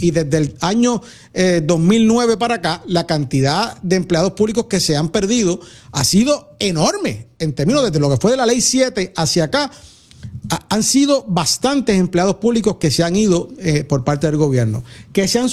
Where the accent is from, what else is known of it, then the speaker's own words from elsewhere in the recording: Puerto Rico; E incluso nosotros mismos no nos vemos como que fuésemos parte, y por eso hablamos de que somos migrantes